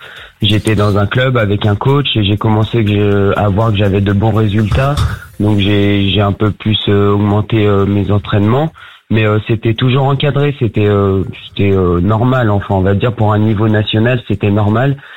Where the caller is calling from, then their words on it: Auvergne-Rhône-Alpes, France; Moi, je viens du côté de Lyon.